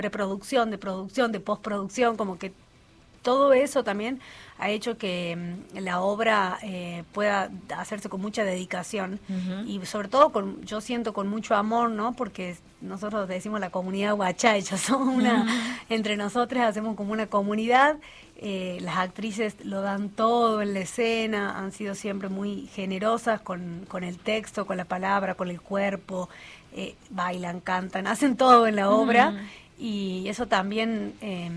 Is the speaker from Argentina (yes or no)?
yes; Frías, Santiago del Estero, Argentina; born or raised there